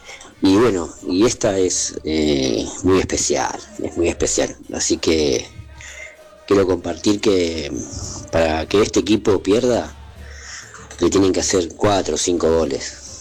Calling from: Villa del Parque, Buenos Aires, Argentina; de Villa del Parque. Tengo 48 años.

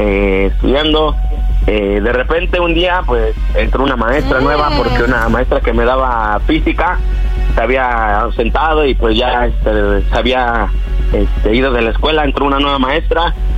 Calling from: Mexico City, Mexico; aquí desde la Ciudad de México.

